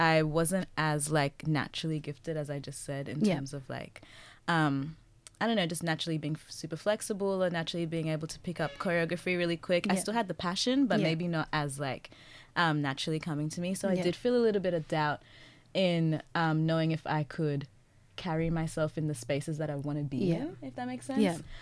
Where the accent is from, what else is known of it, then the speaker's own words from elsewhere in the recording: Australia; also born or lived in Zimbabwe; I'm able to relate to being Australian as much as I'm able to relate to being Zimbabwean.